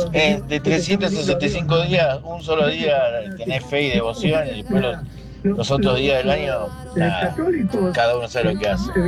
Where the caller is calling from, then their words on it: Pilar, Buenos Aires Province, Argentina; de Pilar. Te cuento, yo soy prácticamente cero religioso, ateo